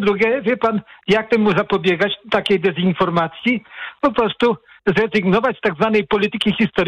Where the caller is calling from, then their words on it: Płock, Masovian Voivodeship, Poland; ja jestem z Płocka